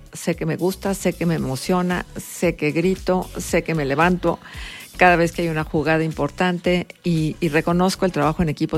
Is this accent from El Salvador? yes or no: no; Mexico; Todos somos mexicanos.